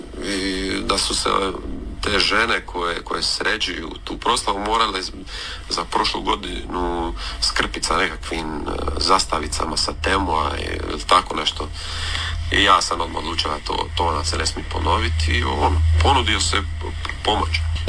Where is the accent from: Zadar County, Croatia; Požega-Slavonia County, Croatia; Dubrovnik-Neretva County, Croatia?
Dubrovnik-Neretva County, Croatia; Orebić; dolazim sa Pelješca, točnije iz Orebića